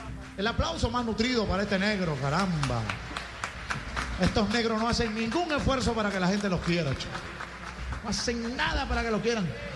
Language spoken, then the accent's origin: Spanish; Zulia, Venezuela; Maracucho, somos maracuchos.